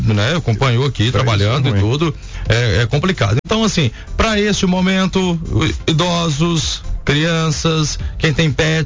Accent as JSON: {"language": "Portuguese", "country": "Brazil", "said": "eu falo, enquanto brasileiro"}